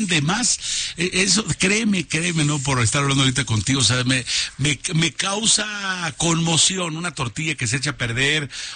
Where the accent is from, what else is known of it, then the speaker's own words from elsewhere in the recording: Mexico; 2 de cada 3 mexicanos compramos más comida de lo habitual cuando juega México